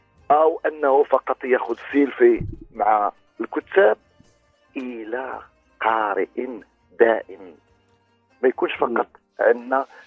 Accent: Morocco; يجب أن نفتخر كمغاربة ككتاب وكقراء بتقليد المعرض الدولي للكتاب

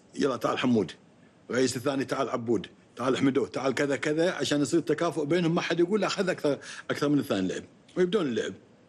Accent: Kuwait

